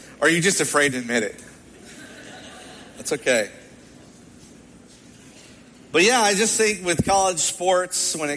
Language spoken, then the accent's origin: English; Kentucky, United States; moved away; especially in Kentucky. And so I've been excited to be back in my home state and to experience fall again.